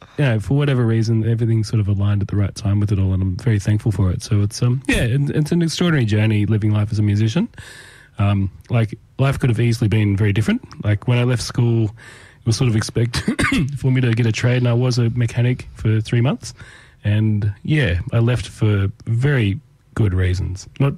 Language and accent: English; Tamworth, New South Wales, Australia; I grew up in Tamworth, yes.